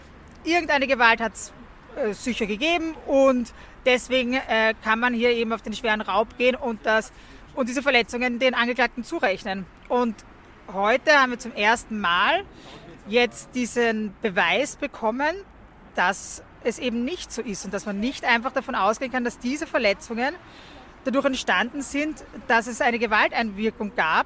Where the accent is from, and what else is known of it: Austria